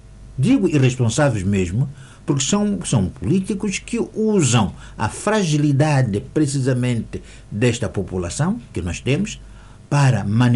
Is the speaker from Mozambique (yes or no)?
yes; Inhambane, Mozambique; first language Tswa; eu sou de Inhambane, sou falo Xitsua, eu sou misto de Bitonga e Mato, sim senhora, eu pertenço àquela